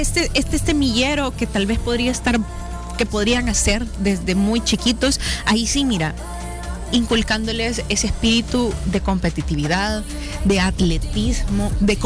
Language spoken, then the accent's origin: Spanish; El Salvador; con nuestro pensamiento como salvadoreños